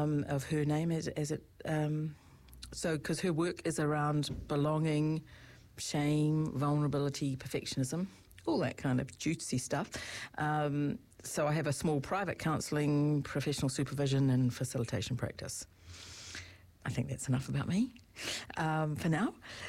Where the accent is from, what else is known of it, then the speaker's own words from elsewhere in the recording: Rotorua, Bay of Plenty, New Zealand; also born or lived in Glasgow, Scotland; now in Hawke's Bay, New Zealand; I was born and bred in Aotearoa. I actually grew up in Rotorua, and I've lived all over the country and in lots of different places around the world. But I've only been here in Hawke's Bay just over 3 years.